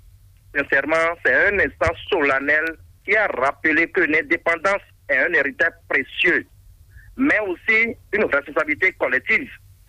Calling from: Porto-Novo, Ouémé, Benin; Je vous appelle depuis Porto Rovo ce lundi soir.

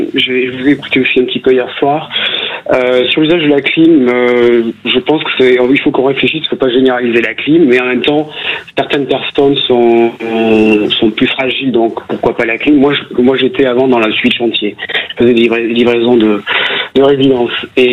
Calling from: Bordeaux, Nouvelle-Aquitaine, France; Moi je suis à Bordeaux

